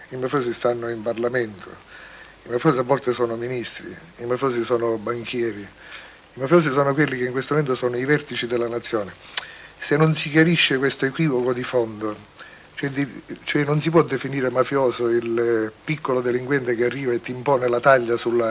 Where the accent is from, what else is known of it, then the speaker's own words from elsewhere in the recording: Sicily, Italy; disse sicilianamente una cosa molto bella che io da siciliano non condivido ma che amo